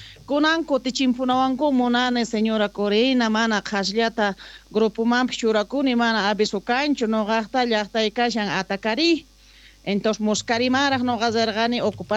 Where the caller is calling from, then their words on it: Atacari, Bolivia; ahí mi pueblo es de Atacari